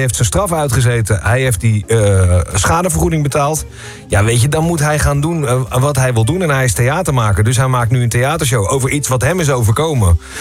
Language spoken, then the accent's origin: Dutch; Randstad, Netherlands; Wij als Randstedelingen